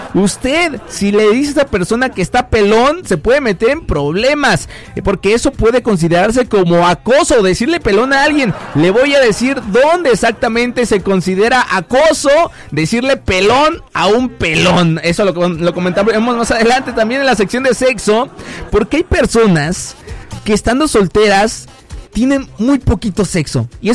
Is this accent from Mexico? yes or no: yes; Oaxaca, Mexico; Bueno, algo de que lo digo como oaxaqueño.